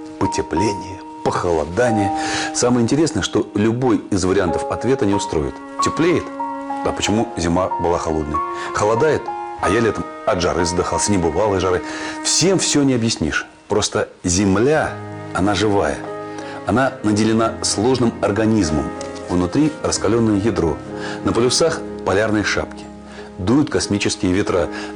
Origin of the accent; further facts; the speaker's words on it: Moscow, Russia; как обыватель, опять же, как москвич, как автомобилист